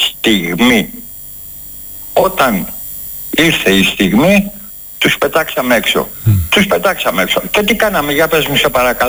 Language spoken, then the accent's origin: Greek; Greece; ως Έλληνες